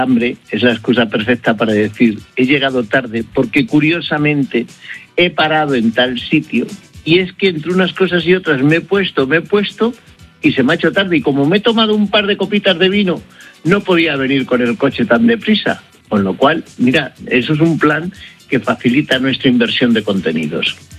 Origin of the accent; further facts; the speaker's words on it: Villacastín, Castile and León, Spain; mi pueblo, en Villacastín